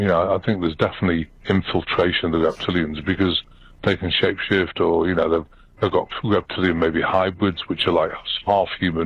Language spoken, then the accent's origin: English; United Kingdom; accent: British; now in United States; Well, actually, I'm American. I became a citizen in 2017, but I'm still got a British accent